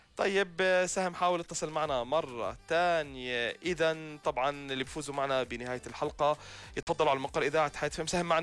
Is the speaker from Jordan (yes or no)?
yes; Jordan; ومتطوعين بيساهموا بالفعل بنهضه بلدنا الاردن وبيساهموا برفع علم الاردن عاليا في المحافل الدوليه والعالميه.